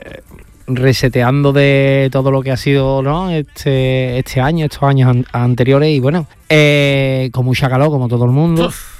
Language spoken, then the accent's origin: Spanish; Alcalá de Guadaíra, Andalusia, Spain; also born or lived in Seville; Yo nací en el Virgen del Rocío. Uh-huh. Pero bueno, mi residencia está en Alcalá de Guadaira desde pequeño. Soy alcalareño. Sevillano y alcalareño.